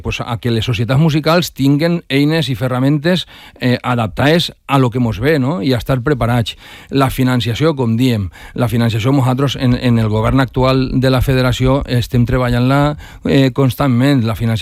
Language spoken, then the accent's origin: Catalan; Valencia, Valencian Community, Spain; Jo anava a escola a Llíria, o sea, jo no sóc de Llíria, jo sóc d'ací del Cabanyal.